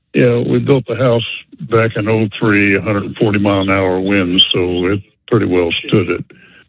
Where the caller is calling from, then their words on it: Pensacola, Florida, United States; I live off Nine Mile Road in Pensacola.